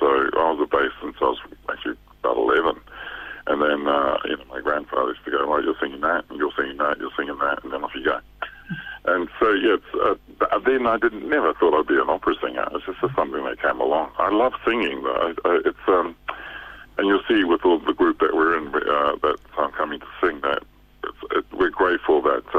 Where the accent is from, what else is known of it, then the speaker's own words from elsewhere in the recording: New Zealand; born there; So when I was born in New Zealand, and my family are Samoan, and back then, in the olden days, you had to go to church every Sunday, and you had no choice growing up in a family of nine kids.